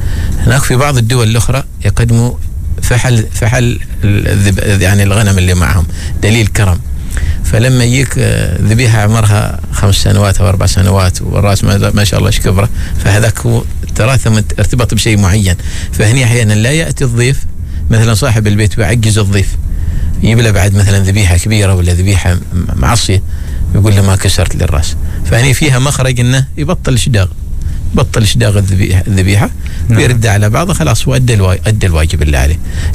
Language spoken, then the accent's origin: Arabic; Oman; أنا اليوم لما أتكلم عن قاعدة السمت عندي في الضيافة كعماني